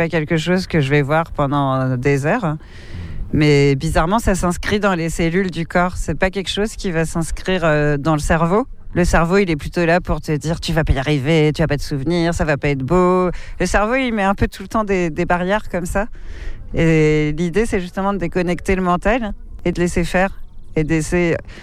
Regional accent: Guadeloupe, France; moved away; Je viens en France de Guadeloupe, enfin, c'est la France aussi, mais bref, je viens en métropole

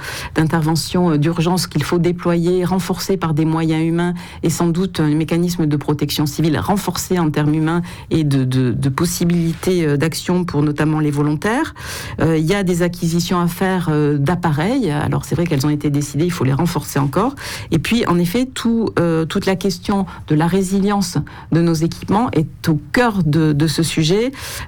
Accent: Nouvelle-Aquitaine, France; Moi, je viens de Nouvelle-Aquitaine et des Landes de Gironde, donc j'ai vécu ces incendies.

